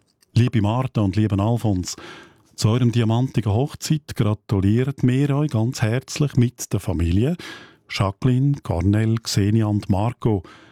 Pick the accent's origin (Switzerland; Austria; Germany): Switzerland; Aargau; Also das Buslingen. Ich kenne das Dörfli. Ich bin ganz in der Nähe aufgewachsen dort und es ist schön dort.